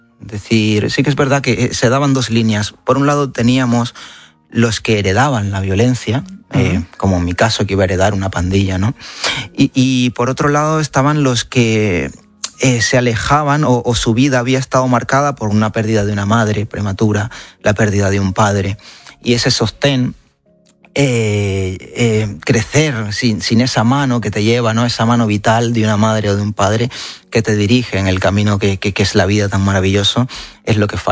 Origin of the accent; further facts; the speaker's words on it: Nicaragua; moved away; en mi infancia en Nicaragua.